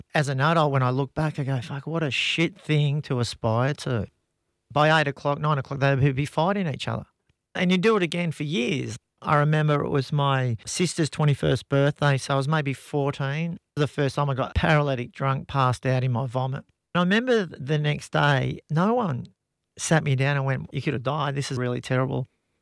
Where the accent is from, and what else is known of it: Frankston, Victoria, Australia; born or raised there